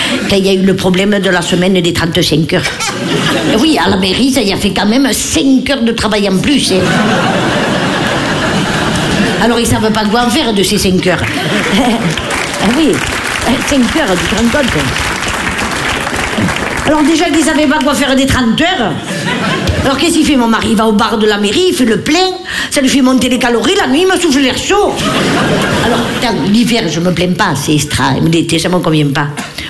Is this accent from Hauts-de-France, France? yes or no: no; Nice, Provence-Alpes-Côte d'Azur, France; Puis moi, je l'ai fait comme on l'a fait chez nous à Nice, à la pomme de terre.